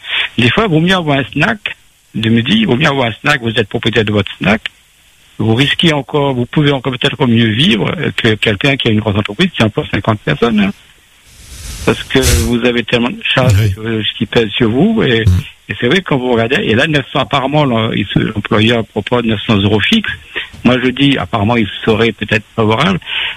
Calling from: Réunion; moi, en tant que Réunionnais, des fois, je me dis, je m'intéresse aussi à la vie à La Réunion

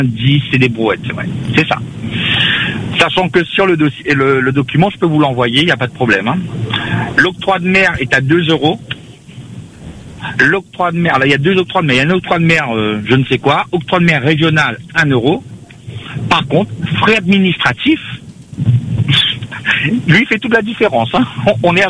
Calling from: France

